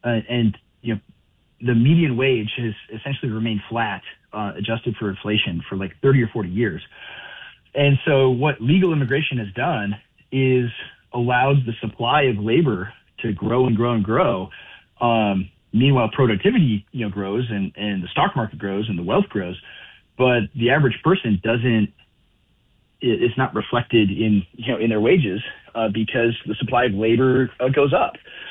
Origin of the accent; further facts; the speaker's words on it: Minnesota, United States; in my home state of Minnesota